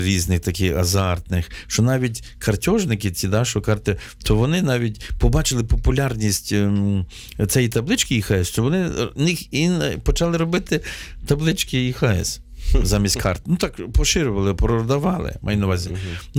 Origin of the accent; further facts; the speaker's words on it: Podillia, Ukraine; ми з Поділля.